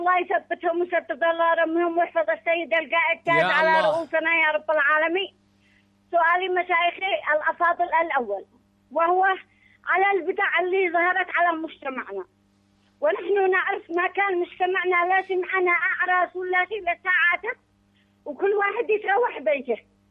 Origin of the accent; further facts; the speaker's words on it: Yemen; يعني هذا كيمنيين يعني إحنا نعرف أن المرأة اليمنية لها مكانة كبيرة